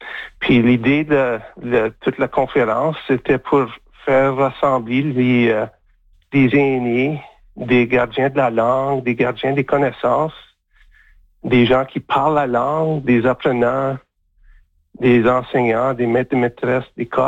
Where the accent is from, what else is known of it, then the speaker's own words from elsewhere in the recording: Saint-Laurent, Manitoba, Canada; first language French; also born or lived in Saint-Ambroise, Manitoba; Mon père était Métchif. Et puis, j'ai grandi dans... Ben, je suis né à Saint-Ambroise, c'est le lac Manitoba. Puis alors, je pense que j'avais 4 ans, on a déménagé à Saint-Laurent, sur le lac Manitoba aussi.